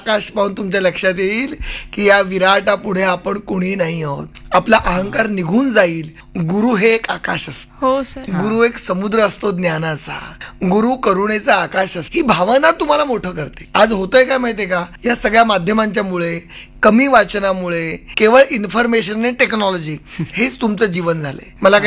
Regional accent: Aurangabad, Maharashtra, India; औरंगाबादला माझं बरंच बालपण गेलं औरंगाबादला

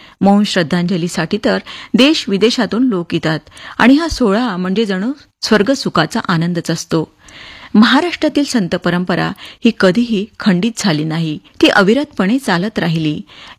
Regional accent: Mozari, Maharashtra, India; moved away; आज मी मोठी झाले असले तरी माझ्या अस्तित्वाची नाळ या मोझरीच्या मातीशी जोडलेली आहे. मोझरी हे केवळ माझं गाव नाही, तर ते माझ्या आत्म्याचं, माझ्या श्वासाचं आणि माझ्या साहित्याचं चिरंतन माहेर आहे. या मातीत माझं बालपण गेलं

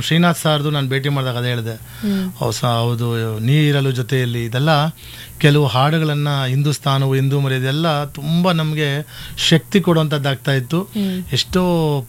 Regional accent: Karnataka, India; born there; also born or lived in North India; ಕನ್ನಡದವರಾಗಿ ನಾವು ಇಲ್ಲಿ ಹುಟ್ಟಿರೋದಕ್ಕೆ, ನಮ್ಮ ಭಾರತೀಯರಾಗಿ ಹುಟ್ಟಿರೋದಕ್ಕೆ

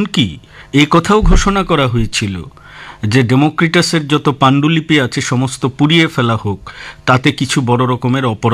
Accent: India; কিন্তু একজন ভারতীয় হিসেবে যে কথাটা বলতে ভালো লাগছে

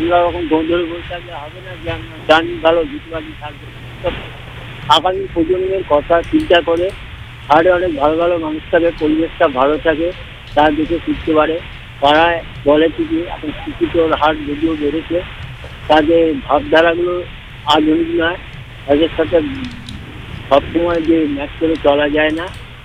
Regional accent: New Town, West Bengal, India; গ্রামের একটা গ্রাম ছিল প্রচুর, এখন না নিউ টাউন হয়েছে। এই গ্রাম থেকে আমি মানুষ হয়েছি, আমরা ওপর থেকে এপারে এসেছি, আমার বাবা হেডমাস্টার ছিল।

